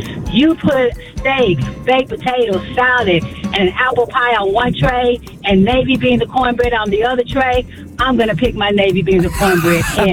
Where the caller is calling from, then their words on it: Kansas City, Missouri, United States; I'm calling from Kansas City, Missouri.